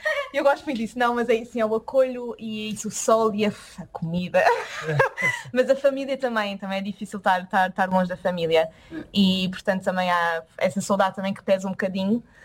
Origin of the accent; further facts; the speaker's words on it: Lisbon, Portugal; moved away as an adult; Eu também sou de Lisboa e também fiz a minha formação em Lisboa até sair de Portugal, portanto sou bastante centrada lá em Lisboa.